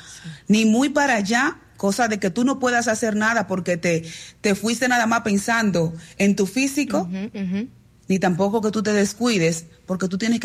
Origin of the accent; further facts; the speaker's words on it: Dominican Republic; Soy dominicana.